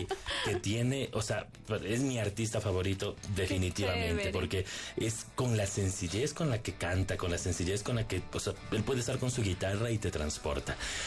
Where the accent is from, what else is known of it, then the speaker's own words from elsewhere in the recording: Ecuador; como ecuatorianos tenemos que potenciar nuestra música ecuatoriana